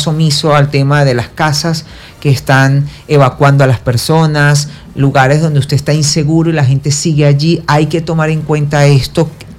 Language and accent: Spanish; Caracas, Capital District, Venezuela; born there; Quienes nacimos en Caracas, aunque viví muy poco en la ciudad, considero yo que igual nos sentimos afectados como aquel que no nació en Caracas.